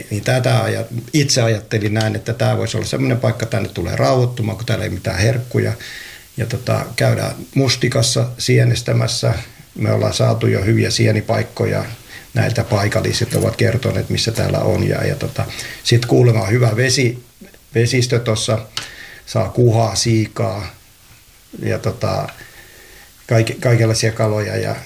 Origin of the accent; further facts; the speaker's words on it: Varkaus, North Savo, Finland; now in Lahti, Finland; kun mä oon itse Savosta kotosi. Ja, että nyt vähän päästään lähemmäksi, kun asutaan Lahdessa, niin päästään vähän lähemmäksi Savotaa sitten, että Varkaudesta kotosi.